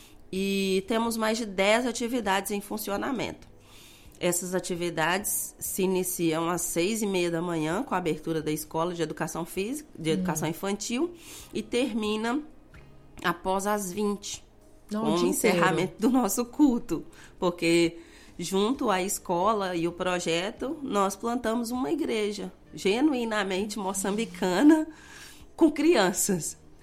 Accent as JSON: {"language": "Portuguese", "town": "Governador Valadares", "region": "Minas Gerais", "country": "Brazil", "moved": "as an adult", "said": "Então, sou mineira, valadarense"}